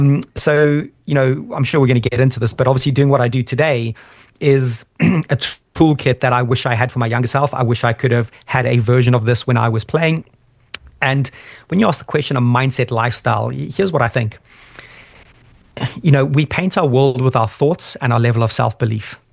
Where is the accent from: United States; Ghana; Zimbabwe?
Zimbabwe; moved away; I'm not from the UK. I've got a UK passport. My mom's from the Lake Districts of all places, but I was born and raised in Zimbabwe of all places, Southern Africa.